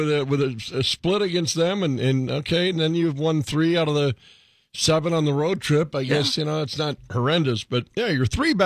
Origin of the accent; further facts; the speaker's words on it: Northern Plains, United States; I grew up in the Northern Plains. I get the mentality of our nature.